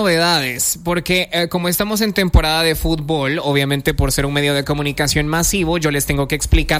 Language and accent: Spanish; Lourdes, La Libertad, El Salvador; Pero te imaginas que yo desde mi pueblito, allá a Lourdes, me venga en scooter.